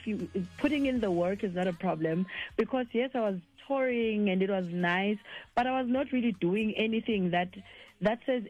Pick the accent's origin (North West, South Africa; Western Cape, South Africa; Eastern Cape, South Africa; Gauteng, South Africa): Gauteng, South Africa; Springs; I'm from Guatemala Springs.